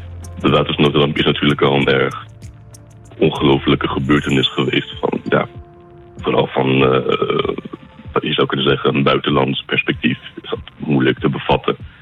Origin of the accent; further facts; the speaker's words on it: Luxembourg; Want ik ben Nederlander, maar ben in het buitenland opgegroeid, inderdaad. En dus in Luxemburg.